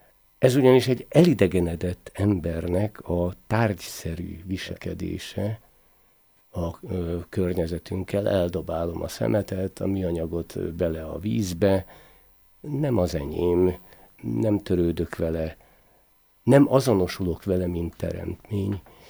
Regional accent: Hungary; Ugye én Tiszaparton nőttem fel

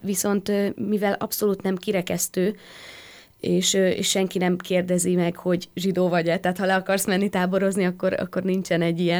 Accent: Kecskemét, Bács-Kiskun, Hungary; born there; Mi ugye Kecskemétről származunk

